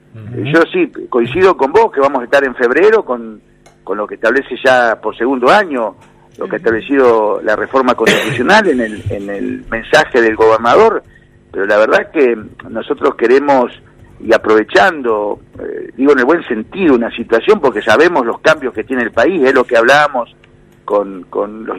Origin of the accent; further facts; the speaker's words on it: Santa Fe, Argentina; la necesidad que yo siento como santafesino, ¿no? Que vengo, es mi segunda casa la ciudad de Santa Fe, todas las semanas estoy 3 días seguro en Santa Fe